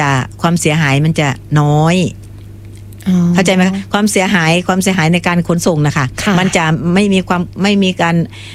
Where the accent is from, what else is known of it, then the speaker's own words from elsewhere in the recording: Chamni, Buriram, Thailand; ที่อำเภอชำนิจังหวัดบุรีรัมย์ค่ะตำบลเมืองยางค่ะ